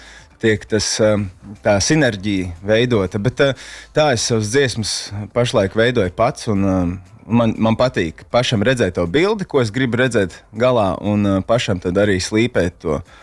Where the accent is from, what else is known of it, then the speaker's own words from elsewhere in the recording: Tukums, Tukums Municipality, Latvia; Nu, es esmu audzis tukumā. Esmu izmācījies fantastiskās tukuma. Skoliņās un pēc tam ar